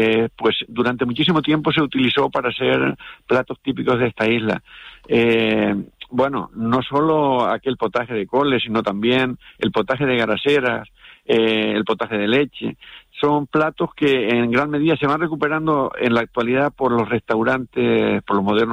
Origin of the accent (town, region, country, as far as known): El Hierro, Canary Islands, Spain